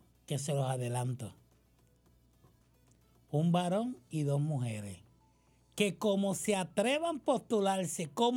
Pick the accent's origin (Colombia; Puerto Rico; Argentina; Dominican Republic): Puerto Rico; Bayamón; also born or lived in Cataño; mi pueblo natal, nací y criado de Bayamón, pero tuve experiencias maravillosas en Cataño